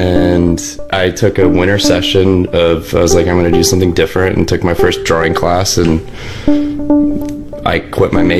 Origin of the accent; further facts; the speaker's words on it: Delaware, United States; I grew up in Delaware, which is a big chemical sort of powerhouse